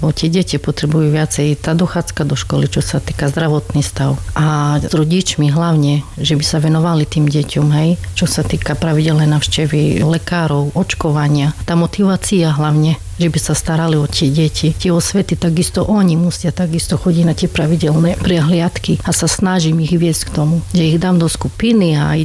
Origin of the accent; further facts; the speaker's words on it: Spišské Tomášovce, Košice Region, Slovakia; moved away as an adult; also born or lived in England; now in Zlatník, Slovakia; som tu už 26 rokov, lebo som sa tu vydala. Ja pochádzam zo Spiských Tomášoviec